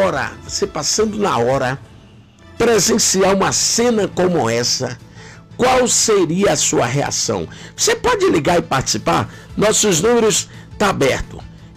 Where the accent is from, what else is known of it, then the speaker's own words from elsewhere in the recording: Eunápolis, Bahia, Brazil; also born or lived in Guaratinga; minha cidade natal. Fico triste também, saí de Guaratinga, eu tinha vindo de berço, né? Vim de berço para Eunápolis